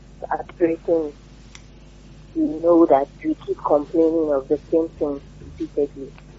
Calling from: Nigeria; calling from Odeja.

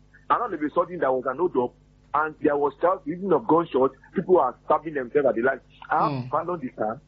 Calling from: Ibadan, Oyo, Nigeria; I'm calling from Apata.

